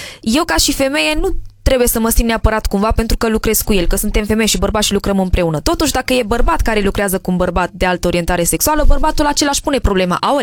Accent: Spain; moved away; sunt obișnuită pentru că am crescut în Spania.

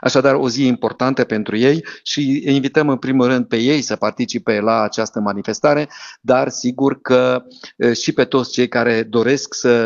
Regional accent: Bistrița-Năsăud, Romania; ca români, ca bistrițeni, ca năsăudeni

